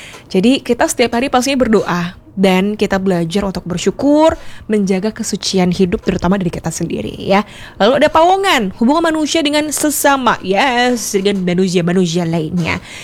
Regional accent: Bali, Indonesia; aku sebagai anak Bali yang lahir di Bali

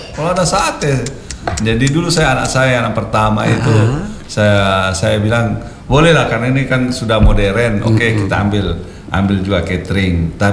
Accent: Sinjai, South Sulawesi, Indonesia; Tapi saya kan Bugis Sinjai.

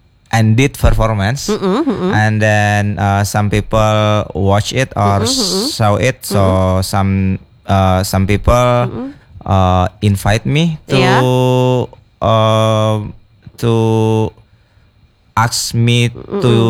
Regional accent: Rantau, South Kalimantan, Indonesia; English is a second language; Originally, I'm from Rantau.

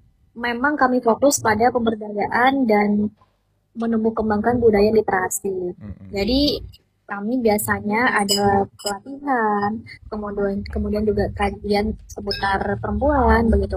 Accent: Ganding, East Java, Indonesia; meskipun saya berasal dari Ganding ya Mas

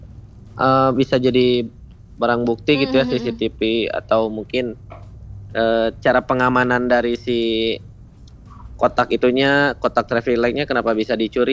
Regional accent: Bandung, West Java, Indonesia; Saya Ujung Berung teh, asli

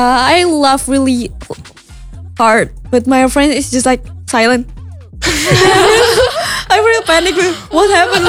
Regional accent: Cilacap, Central Java, Indonesia; Yeah, we are from Cilacap.

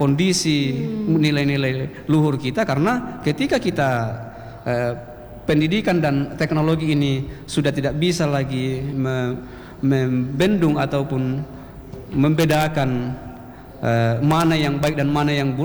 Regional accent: Mamasa, West Sulawesi, Indonesia; kita sebagai orang Sulawesi Barat, orang Mamasa

